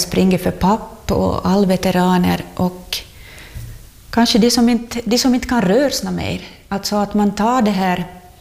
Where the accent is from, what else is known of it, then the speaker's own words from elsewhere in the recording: Finland; born there; vilken rikedom jag är född i, Finland alltså.